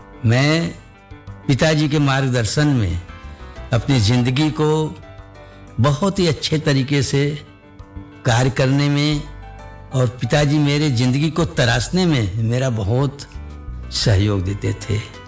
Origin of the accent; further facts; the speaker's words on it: Mehnagar, Uttar Pradesh, India; वैसे मैं मूलतः आजमगढ़ जनपद के मेहनगर बाजार का रहने वाला था